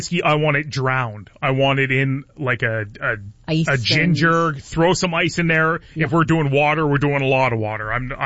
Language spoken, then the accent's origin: English; Puce, Ontario, Canada; And I know it because I grew up in Puce and would drive